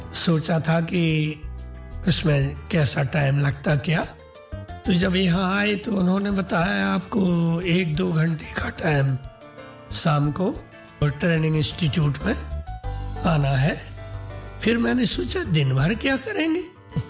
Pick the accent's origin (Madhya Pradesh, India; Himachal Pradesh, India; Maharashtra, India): Madhya Pradesh, India; हमारे गाँव में केवल 8वीं क्लास तक स्कूल है, अब तो बन गया है, ग्रेजुएशन हो गया जी। तो हम करीब 10 किलोमीटर दूर है, हमारा बिजावर तहसील पड़ता है